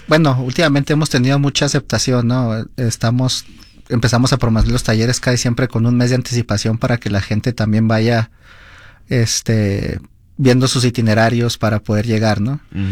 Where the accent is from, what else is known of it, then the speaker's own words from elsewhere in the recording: Mexico; yo soy mexicano